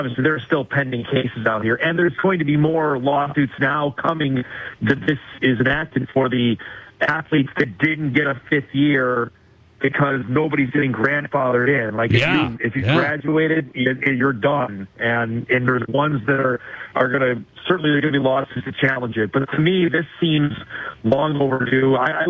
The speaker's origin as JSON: {"language": "English", "region": "New York", "country": "United States", "said": "I'm a New Yorker. I root for the Jets"}